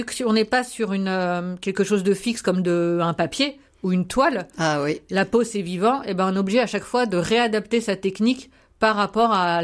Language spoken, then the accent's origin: French; Paris, Île-de-France, France; moved away as an adult; now in Besançon, France; moi, je suis parisienne